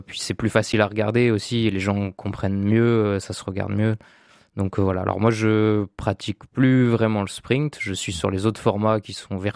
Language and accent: French; Voiron, Auvergne-Rhône-Alpes, France; Moi je suis de Voiron à la base